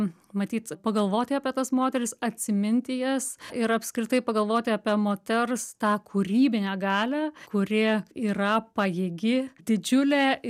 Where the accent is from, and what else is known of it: Pasvalys district, Panevėžys County, Lithuania; born or raised there; now in Germany